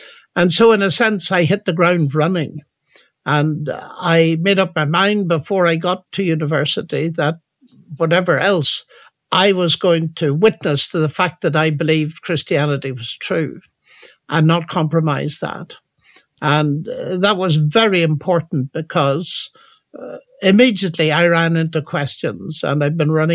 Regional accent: Northern Ireland, United Kingdom; moved away; The troubles hadn't started when I was young. They actually were later. I left Ireland before they'd started in earnest

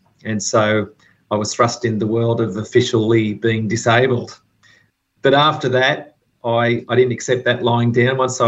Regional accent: Sydney, New South Wales, Australia; I'm 53 and I grew up in Sydney

